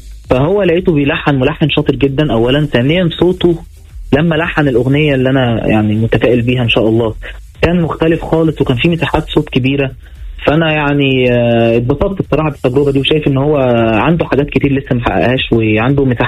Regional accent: Egypt; عندنا في مصر

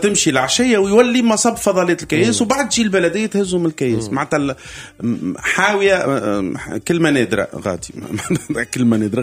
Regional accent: Tunisia; بلي توغدوا زاد نحكيوا بلدي تونس اصحاب الشاحنات وسبخة شجومي

